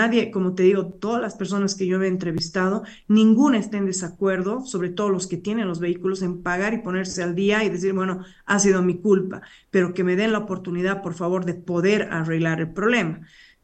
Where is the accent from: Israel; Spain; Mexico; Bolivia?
Bolivia; La Paz; nosotros, como no solamente como paseños, hablo como ciudadana y como boliviana de bien